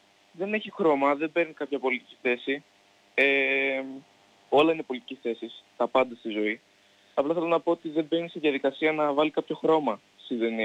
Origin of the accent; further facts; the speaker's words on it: Greece; στο χωριό μου εδώ πέρα στις Καλλικές